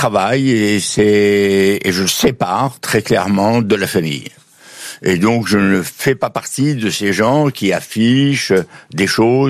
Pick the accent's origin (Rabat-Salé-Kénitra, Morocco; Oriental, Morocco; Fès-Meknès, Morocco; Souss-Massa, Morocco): Oriental, Morocco; Oujda; born there; Je suis né à Oujda par accident parce que le roi du Maroc accueillait les Juifs.